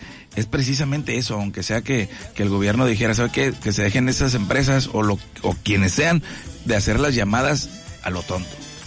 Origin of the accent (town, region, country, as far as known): Mexico